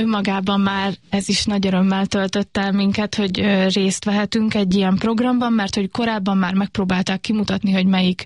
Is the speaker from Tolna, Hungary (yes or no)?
yes; Paks, Tolna, Hungary; mi egy kisebb városban nőttünk fel, Paksa lásson